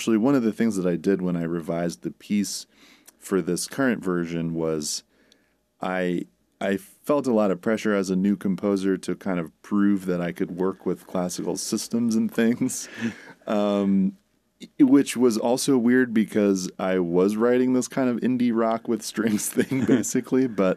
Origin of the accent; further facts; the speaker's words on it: New York City, New York, United States; moved away as an adult; also born or lived in Manhattan; now in Troy, United States; I grew up in the Bronx, not far from the Hudson River. And I live in South Troy, also not far from the Hudson River.